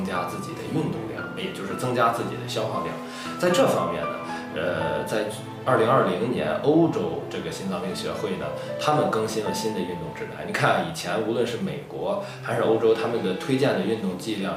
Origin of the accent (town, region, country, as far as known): China